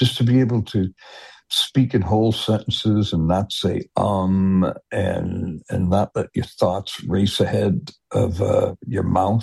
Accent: Detroit, Michigan, United States; born or raised there

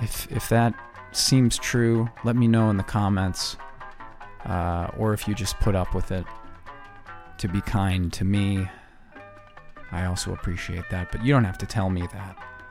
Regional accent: Minneapolis, Minnesota, United States; Had to represent my hometown of Minneapolis, Minnesota one more time via

